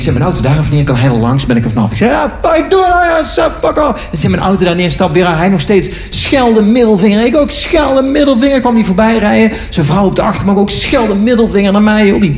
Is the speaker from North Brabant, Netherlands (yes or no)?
yes; Eindhoven, North Brabant, Netherlands; now in Amsterdam, Netherlands; ik ben opgegroeid in Eindhoven. Daar heb je ruimte zat.